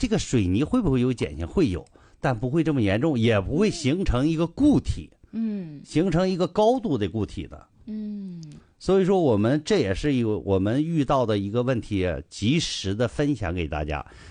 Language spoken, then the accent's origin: Chinese; Dalian, Liaoning, China; 我们大连，就像我们大连人建那个海蛎子嘛，